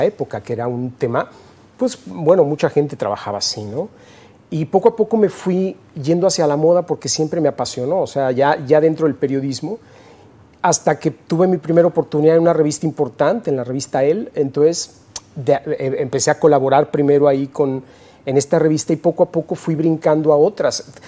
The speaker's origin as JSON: {"language": "Spanish", "country": "Mexico", "tie": "born or raised there", "said": "A partir de ya una edad madura, casi toda mi vida viví en México."}